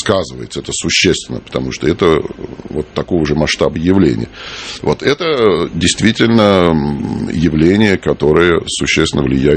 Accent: Moscow, Russia; Мое детство прошло в Москве. Я прожил свое детство в доме, который сейчас занимает музей Шилова на Знаменке.

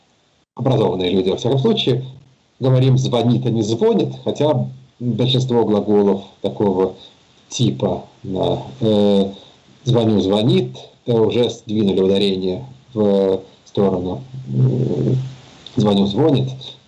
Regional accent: Serbia; first language Serbian; даром, потому что я, естественно, понимаю все, что говорится по-хорватски, по-боснийски, по-черногорски, да, считая при этом, что мой родной язык сербский.

